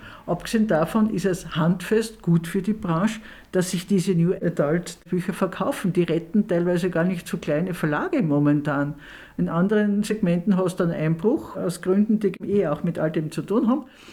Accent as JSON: {"language": "German", "region": "Lower Austria", "country": "Austria", "said": "Also das haben wir immer bei uns im Weinviertel draußen in der Kellergasse."}